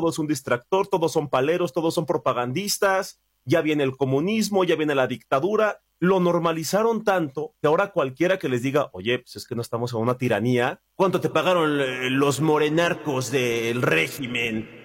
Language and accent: Spanish; Mexico